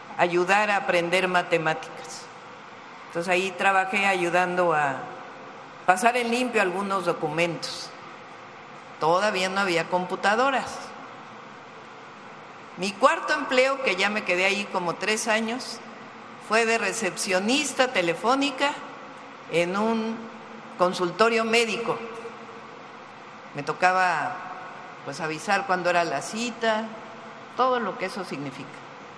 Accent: State of Mexico, Mexico; born there; yo soy de la Ciudad de México. Bueno, viví en el Estado de México de niña. Y luego, pero nací en la Ciudad de México.

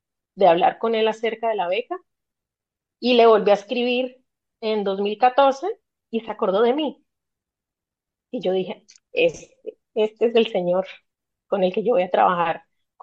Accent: Colombia; moved away; also born or lived in Norwich, England; una persona que era más colombiana que yo

